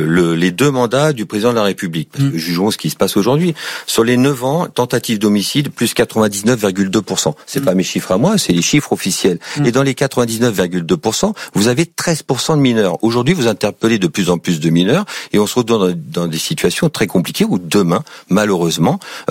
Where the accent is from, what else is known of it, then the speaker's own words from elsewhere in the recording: Île-de-France, France; Je fais partie des citoyens qui sont issus des quartiers sensibles. Je suis issu de Seine-Saint-Denis du 93. Mes parents y habitent toujours dans des cités HLM.